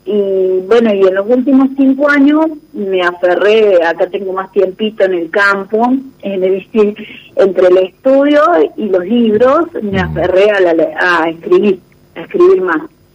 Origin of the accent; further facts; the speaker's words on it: Patagonia, Argentina; born there; also born or lived in Alvear, Argentina; tiene que ver un poco con que nací en la Patagonia, entre montañas